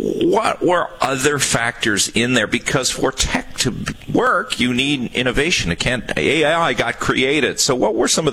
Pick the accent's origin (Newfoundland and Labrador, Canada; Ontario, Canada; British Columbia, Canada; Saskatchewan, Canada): Newfoundland and Labrador, Canada; as a Newfoundlander who's lived through a lot of this